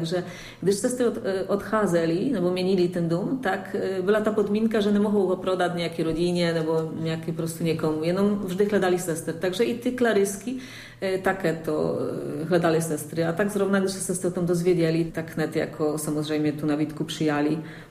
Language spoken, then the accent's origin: Czech; Poland; Czech is a second language; now in Czech Republic; pro nás jako Polaky jako je to snadnější se naučit češtiny